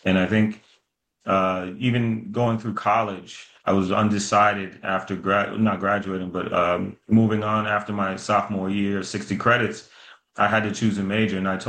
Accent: New York City, New York, United States; I grew up in the Bronx, New York.

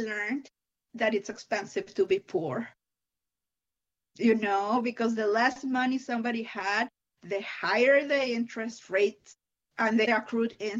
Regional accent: Mexico; I am originally from Mexico. I grew up going to a Catholic private school

